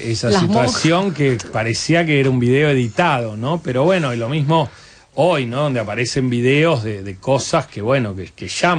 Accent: Argentina; que creo que es importante como argentinos los valoremos

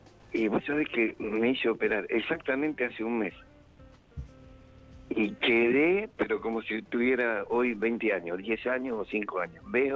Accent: Burzaco, Buenos Aires Province, Argentina; born there; Pero yo soy nacido en Bursaco.

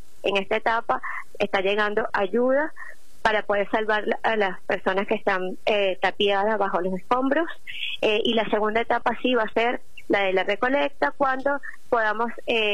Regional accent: Venezuela; moved away as an adult; now in Quilmes, Argentina; yo tengo en Argentina 10 años y los 10 años que tengo en Argentina los tengo en Quilmes. Tenemos una relación con Quilmes muy estrecha porque mi hermana se casó en Caracas hace más de 40 años con quilmeño.

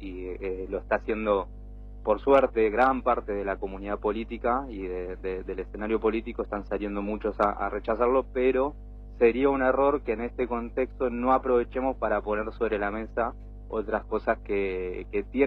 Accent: Mar del Plata, Buenos Aires Province, Argentina

